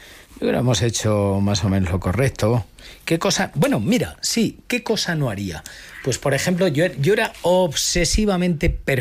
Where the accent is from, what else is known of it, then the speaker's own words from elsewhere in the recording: Montiel, Castilla-La Mancha, Spain; now in Madrid, Spain; cuando salí de Montiel, mi pueblo